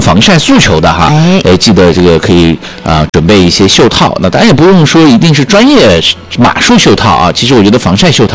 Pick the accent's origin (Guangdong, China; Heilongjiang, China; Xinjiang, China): Xinjiang, China